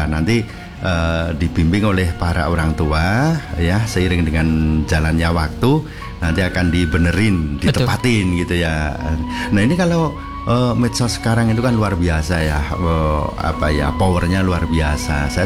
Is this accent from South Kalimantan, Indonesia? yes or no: no; Semarang, Central Java, Indonesia; Tapi kita sebagai orang di luar tanah Pasundan ya, sebagai orang Jawa Tengah, orang Semarang, kita suka gitu.